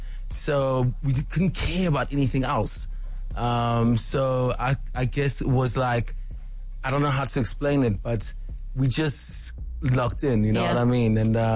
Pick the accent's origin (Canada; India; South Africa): South Africa; born there; also born or lived in Washington, D.C., United States; I was born in the States, born in D.C. But I mean, that's really not important. I like to say that I'm proudly South African.